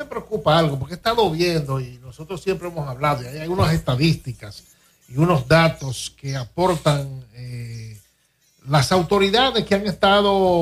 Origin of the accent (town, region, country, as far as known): Dominican Republic